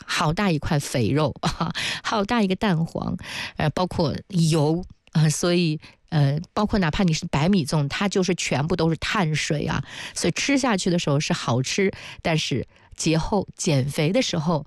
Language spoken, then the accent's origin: Chinese; Jiangsu-Zhejiang, China